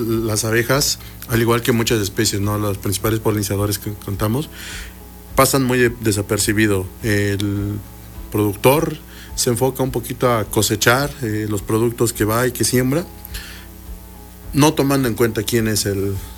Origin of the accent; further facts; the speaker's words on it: Huehuetla, Puebla, Mexico; en la región nororiental donde venimos, específicamente yo vengo de Huehuetla